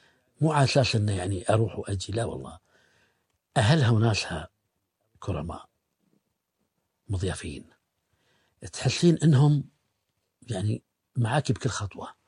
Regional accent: Bahrain; احنا عندنا في البحرين نذكر ثنتين

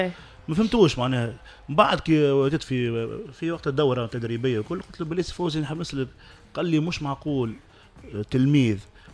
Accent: Tunisia; عندنا في تونس

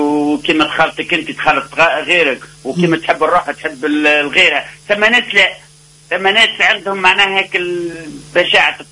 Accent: Tataouine, Tataouine Governorate, Tunisia; الخوت موجودين، الأصحاب ولاد الحومة زيدون بليس، معناها أنا المرأة من هنا معناها من تطاوين

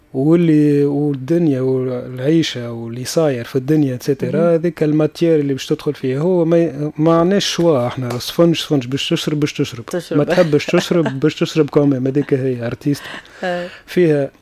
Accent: Tunisia; انا كبرت في تونس

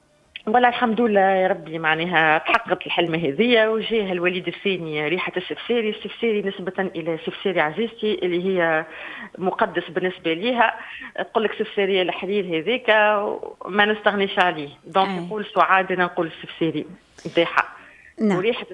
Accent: Tunisia

